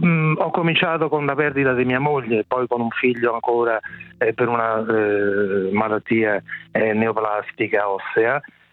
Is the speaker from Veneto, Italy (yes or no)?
no; Rome, Lazio, Italy; Io sono di Roma, sì.